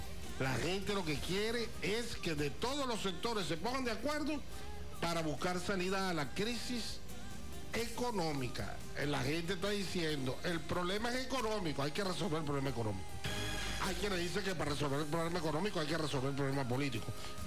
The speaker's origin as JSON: {"language": "Spanish", "country": "Venezuela", "said": "todos somos venezolanos."}